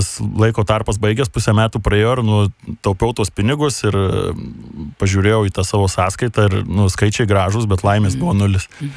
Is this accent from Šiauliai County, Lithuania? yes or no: no; Marijampolė, Marijampolė County, Lithuania; moved away; iš Marijampolės